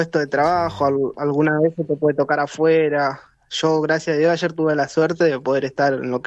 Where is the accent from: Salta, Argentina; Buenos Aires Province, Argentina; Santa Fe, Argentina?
Buenos Aires Province, Argentina; Virrey del Pino; Somos de Virrey del Pino, González Catán.